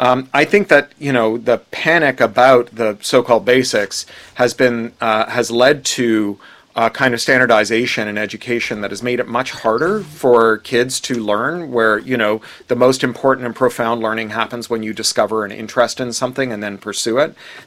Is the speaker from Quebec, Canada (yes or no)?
no; Toronto, Ontario, Canada; born or raised there